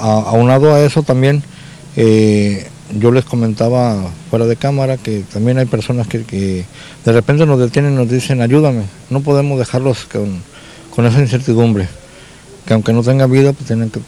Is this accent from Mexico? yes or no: yes; Mexico; soy del país de México